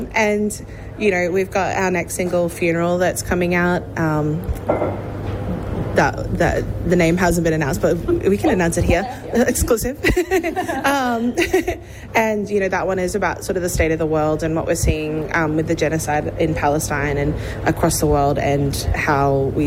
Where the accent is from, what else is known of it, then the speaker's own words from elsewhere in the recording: Queensland, Australia; I grew up in North Queensland